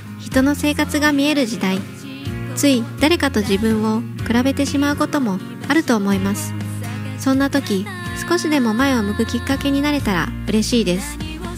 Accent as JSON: {"language": "Japanese", "region": "Shizuoka", "country": "Japan", "tie": "born or raised there", "moved": "yes", "said": "地元静岡を離れて関東に来て活動しています"}